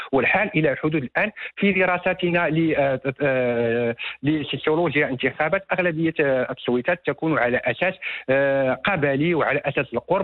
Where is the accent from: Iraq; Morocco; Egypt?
Morocco; أجمعنا عليه كمغاربة